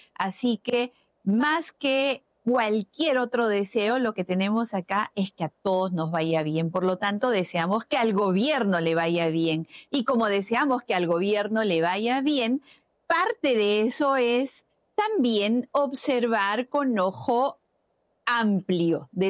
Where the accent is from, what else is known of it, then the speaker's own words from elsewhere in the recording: Peru; Bueno, los peruanos somos resilientes, los peruanos somos luchadores. A los peruanos nada nos detiene